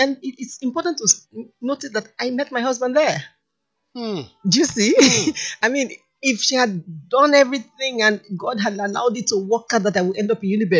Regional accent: Edo, Nigeria; I'm from Edo State, catchment area.

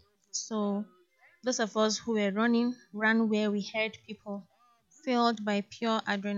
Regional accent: Middle Belt, Nigeria; I'm from Middle Belt.

